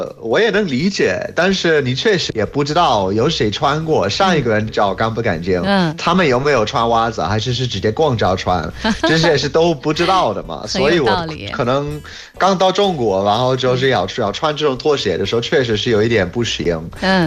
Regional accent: United Kingdom; Chinese is a second language; moved away as an adult; now in China; 我从小在英国

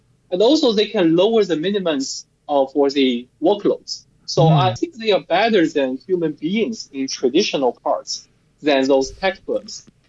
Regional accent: Ningbo, Zhejiang, China; I'm born in Ningbo. So actually, my hometown is full of this kind of manufacturing in this textile business.

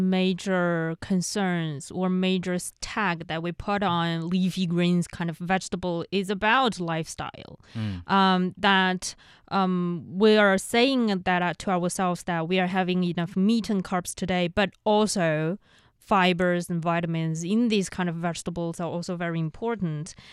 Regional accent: Inner Mongolia, China; You know, I grew up in Inner Mongolia where we don't really have the habits of eating a lot of vegetables.

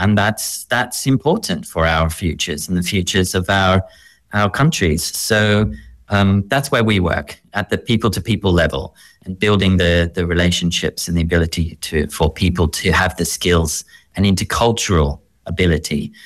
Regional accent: Melbourne, Victoria, Australia; might hear it a little bit in my accent. But, you know, in the edge of Melbourne, in a small little suburb

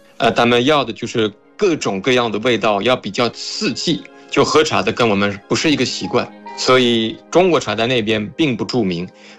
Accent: France; Chinese is a second language; moved away as an adult; now in China; 我作为一个法国人，

